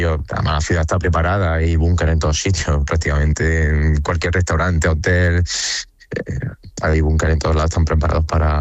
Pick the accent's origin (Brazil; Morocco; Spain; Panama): Spain; Hay 5, somos 5 españoles en el cuerpo técnico también, que he intentado traer.